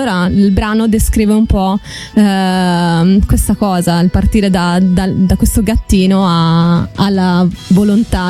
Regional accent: Milan, Lombardy, Italy; Sì, esatto. Perfetto. Veniamo da Milano.

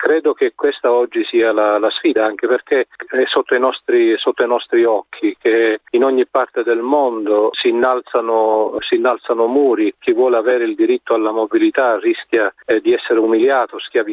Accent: Ispica, Sicily, Italy; born there; now in Palermo, Italy; Io che sono nato ad Istica, vicino a Pozzallo

